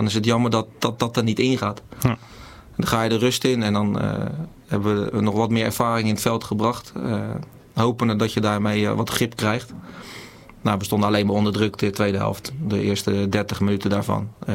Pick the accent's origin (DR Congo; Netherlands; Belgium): Netherlands; Delft, South Holland; ik kom natuurlijk oorspronkelijk uit de regio Haaglanden. Jaren bij Zoetermeer gewerkt. Wipolder. Ik ben zelf geboren en getogen in Delft.